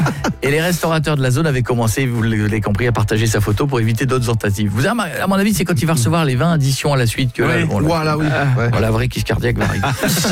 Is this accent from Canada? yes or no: no; Marle, Hauts-de-France, France; moved away; À Marle-sur-Serre. Ah ouais, là où j'ai grandi, dans l'Aisne.